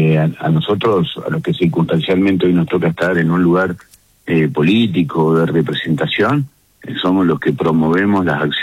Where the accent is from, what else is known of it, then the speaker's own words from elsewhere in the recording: Buenos Aires Province, Argentina; nosotros somos el inicio de la Patagonia desde norte